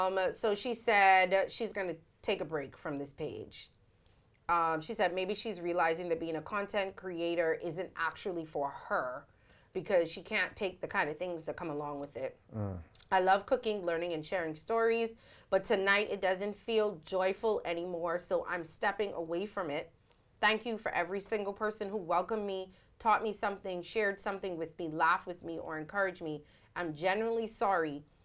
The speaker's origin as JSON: {"language": "English", "region": "Scotland", "country": "United Kingdom", "said": "I'm a Scottish woman learning about a country who welcomed me with extraordinary kindness."}